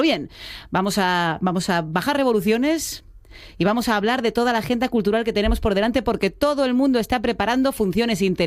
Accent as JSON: {"language": "Spanish", "region": "Asturias", "country": "Spain", "said": "somos asturianos"}